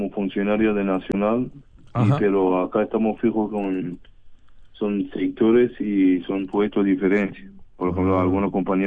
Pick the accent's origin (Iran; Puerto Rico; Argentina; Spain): Iran; first language Persian; Spanish is a second language; now in Uruguay; pero no me sirvió mucho porque en mi país todos hablaban persa y yo claro, tenía que practicar y hablar con gente de español